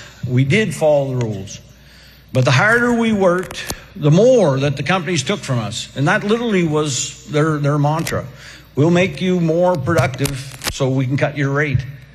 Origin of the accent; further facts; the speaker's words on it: Allagash, Maine, United States; I grew up in Allegash in a family of loggers